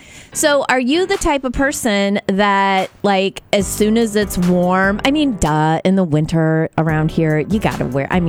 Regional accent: Metamora, United States; it does also dig up a memory from growing up in Metamora and going to St. Mary's Church, where we had a priest by the name of Father Matthew who was known for wearing red socks with his sandals.

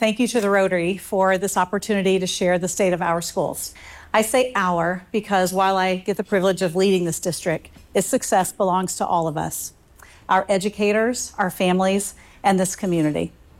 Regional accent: Evansville, Indiana, United States; I was born in Evansville and raised on the southeast side by my great-grandparents.

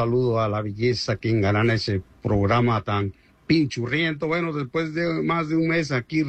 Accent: Mexico; Los muchachos dejaron todo en la cancha y eso es un orgullo para mí como mexicano.

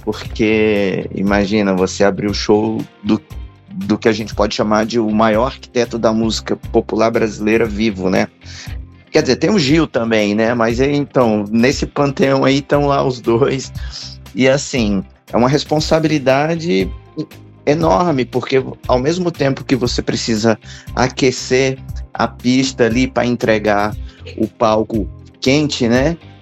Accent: Brasília, Federal District, Brazil; moved away as an adult; now in São Paulo, Brazil; eu sou daqui de Brasília, embora esteja morando em São Paulo já há alguns anos

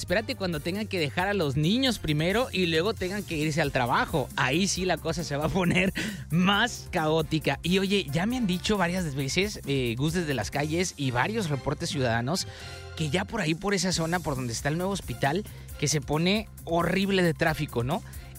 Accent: Mexico; así somos muchos mexicanos

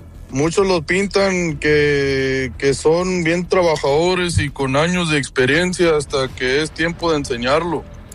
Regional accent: Dallas, Texas, United States; Yo soy de Dallas, Texas, oiga, y básicamente, pues, tengo toda mi vida aquí.

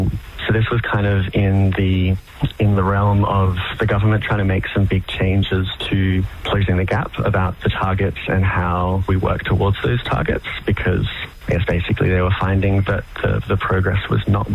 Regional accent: Canberra, Australian Capital Territory, Australia; my family originally came to Australia from Ireland and Scotland mainly around 100, 150 years ago. I grew up here on Ngunnawal country in Canberra, where Zoe and I are both calling from

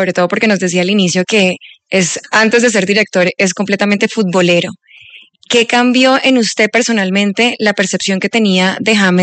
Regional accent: Colombia; ese también es el deseo de nosotros como colombianos y hinchas

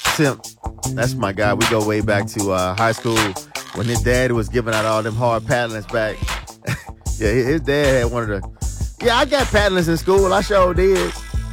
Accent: Dumas, Arkansas, United States; But let me shout out my hometown. I got to shout him out. I know Dumas got their alumni weekend.

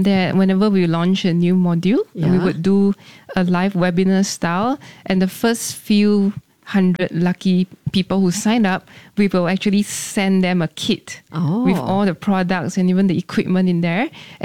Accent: Singapore; Because growing up in Singapore, we are very used to our kopi C, kopi O, and those coffees are a different character.

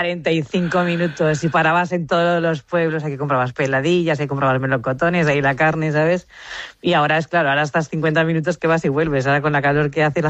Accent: Sot de Chera, Valencian Community, Spain; Yo siempre digo que soy de Sot de Chera porque me siento de allí, porque ahora ya no tanto, pero antes cuando éramos pequeños nosotros nos tiraban ahí cuando acabábamos el colegio el 21 de junio

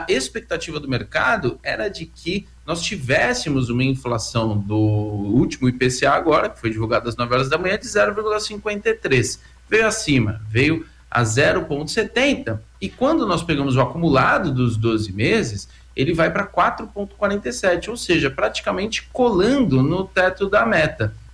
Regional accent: São Paulo, Brazil; eu sou de São Paulo aqui

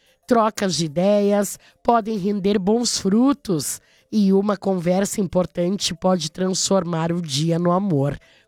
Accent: Canoas, Rio Grande do Sul, Brazil; Eu me criei em Niterói, eu morei na Campos Salles.

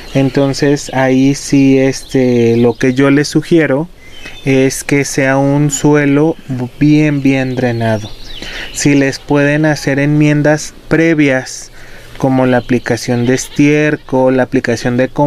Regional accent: Mexico; nos da identidad como mexicanos

